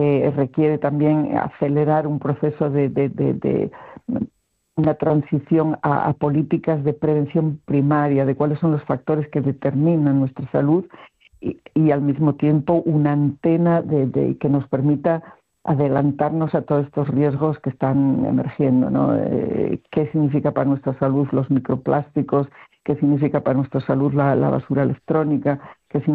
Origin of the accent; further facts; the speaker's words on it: Asturias, Spain; siendo asturiana y hablando con amigos asturianos